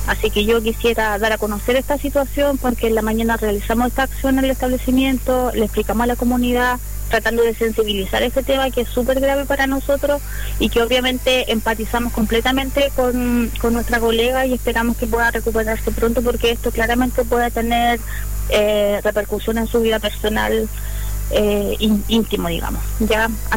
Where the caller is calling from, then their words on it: Coronel, Biobío, Chile; soy presidenta de AFUSAM Coronel, el gremio de los trabajadores de la salud y atención primaria de nuestra comuna.